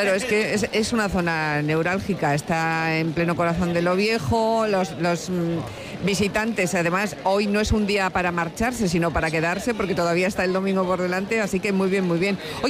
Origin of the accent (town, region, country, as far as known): Cádiz, Andalusia, Spain